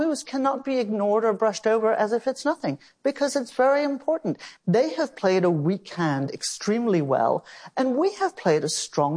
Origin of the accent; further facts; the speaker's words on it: Melbourne, Victoria, Australia; born there; I was born in Melbourne, Australia, a country that still exists.